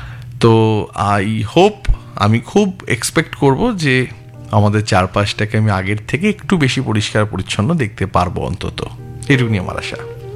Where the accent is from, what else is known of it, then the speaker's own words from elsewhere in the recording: India; বিদেশে গেলে তো আমরা নিজেদের ভারতীয়, তখন তো আমরা ভারতীয়